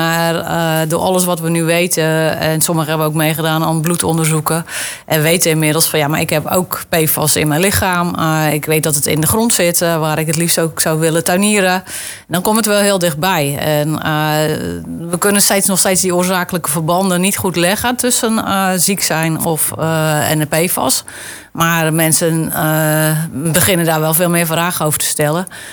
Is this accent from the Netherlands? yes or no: yes; Zeeland, Netherlands; moved away as an adult; now in Dordrecht, Netherlands; ik kom uit Zeeuws-Vlaanderen. Ik heb 23 jaar van mijn leven in de Westerschelde rondgebracht.